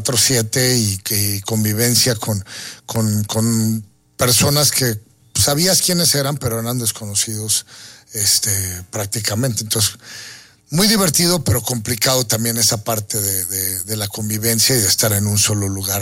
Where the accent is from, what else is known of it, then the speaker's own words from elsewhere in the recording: Mexico; Siempre contento de estar en México. Yo nací en México, soy mexican